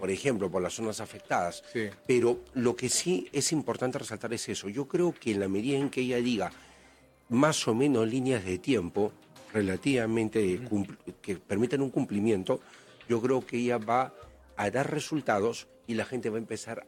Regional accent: Peru; Y creo que logramos salir como peruanos unidos de todo ese problema.

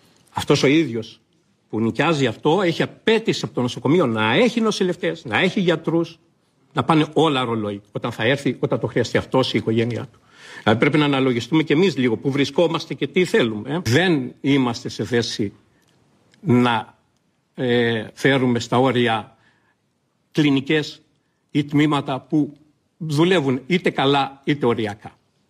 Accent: Chania, Crete, Greece; Με κάνει να ντρέπομαι σαν Χανιώτης, γιατί εγώ είμαι Χανιώτης.

